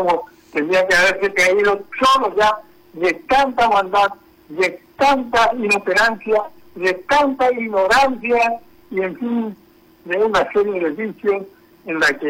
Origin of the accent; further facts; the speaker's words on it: Asunción, Paraguay; Los dueños de Asunción somos los asuncenos todos